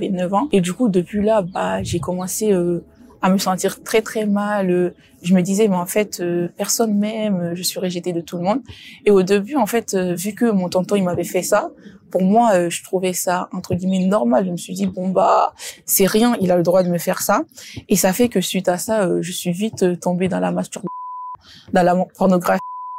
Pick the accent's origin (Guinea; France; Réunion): Guinea; born there; Je suis d'origine guinéenne, je viens d'une famille musulmane très très pratiquante. Je suis née en Guinée.